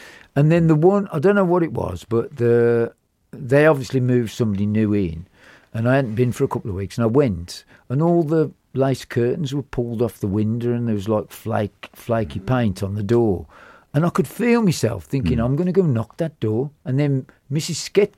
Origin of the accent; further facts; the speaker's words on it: West Midlands, United Kingdom; we grew up on the Cakemore estate